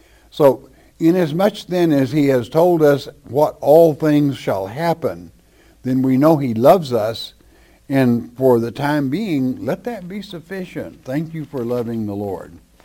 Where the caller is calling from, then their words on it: Florida, United States; from Florida.